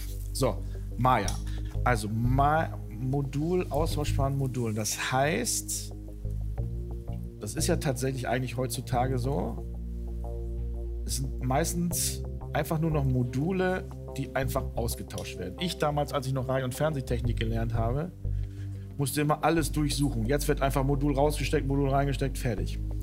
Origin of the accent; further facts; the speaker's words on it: Burscheid, North Rhine-Westphalia, Germany; Aus Burscheid.